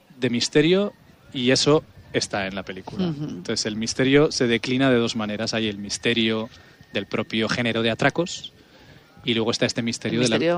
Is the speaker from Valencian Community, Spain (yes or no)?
no; San Sebastián, Basque Country, Spain; Yo soy nacido, crecido en esta ciudad. O sea, que soy de aquí. Ellos saben que yo soy vasco, que soy donostiarra.